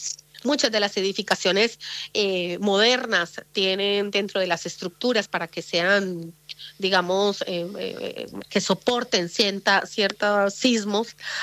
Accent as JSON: {"language": "Spanish", "town": "Pereira", "region": "Risaralda", "country": "Colombia", "moved": "yes", "lives_now": "La Plata, Argentina", "said": "yo soy de la ciudad de Pereira, el departamento de Risaralda."}